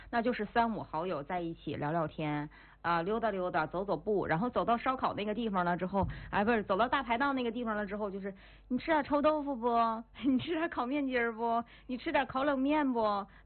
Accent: Northeast China, China; 我就是咱们就是东北人

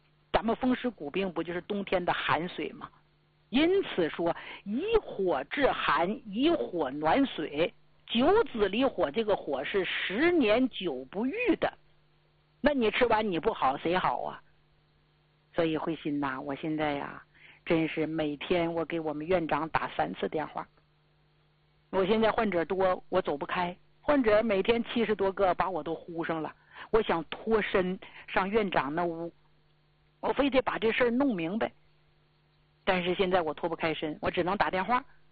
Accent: Jilin, China; accent: Northeastern (dachazi flavour); moved away; 吉林是我老家呀，你看我一说话满嘴大碴子味儿，就东北人，那是我的老家

